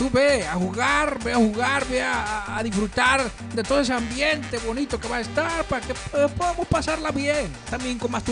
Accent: Chiapas, Mexico; Somos costeños, orgullosamente

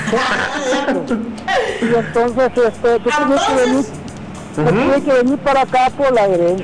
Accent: Cintalapa, Chiapas, Mexico; moved away; añoro, pues, en mi pueblo, Cintalapa.

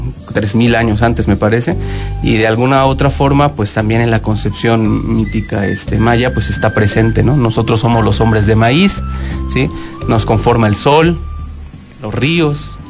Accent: Chiapas, Mexico; nuestra identidad. También chiapaneca, pero también esto que de alguna forma es inevitable decir, pero que nos conforma como también mexicanos

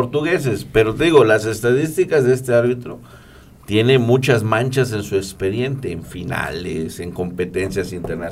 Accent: Mexico

